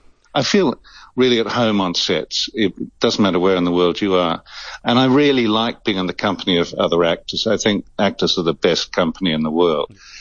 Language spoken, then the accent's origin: English; New Zealand; also born or lived in Northern Ireland; Well, I came from a small town I was born in Northern Ireland initially and then a small town in New Zealand.